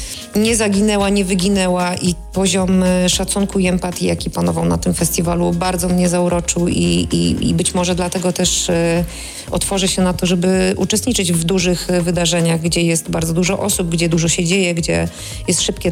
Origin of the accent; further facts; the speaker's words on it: Gdynia, Pomeranian Voivodeship, Poland; odwiedzić openera u nas w Gdyni.